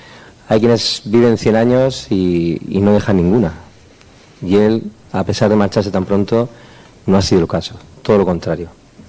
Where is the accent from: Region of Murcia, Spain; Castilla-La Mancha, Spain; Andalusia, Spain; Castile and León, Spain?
Region of Murcia, Spain; Molina de Segura; born there; que nacen en un lugar, como nosotros, que nacimos en Molina de Segura